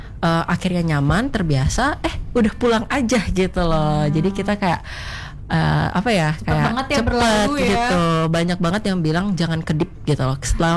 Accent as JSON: {"language": "Indonesian", "country": "Indonesia", "moved": "yes", "lives_now": "United States", "said": "Aku juga sendirian sebagai orang Indonesia di daerah aku."}